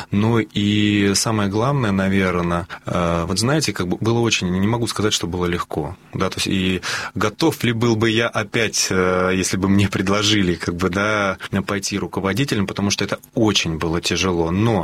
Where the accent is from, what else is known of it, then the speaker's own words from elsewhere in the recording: Sovetsk, Kaliningrad Oblast, Russia; Нет, я и сам из Калининграда.